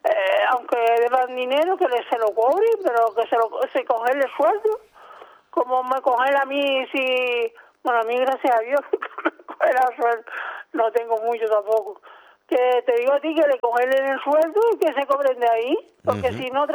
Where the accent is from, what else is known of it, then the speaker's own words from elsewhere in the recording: Canary Islands, Spain; Yo soy peninsular y canaria, fíjate tú.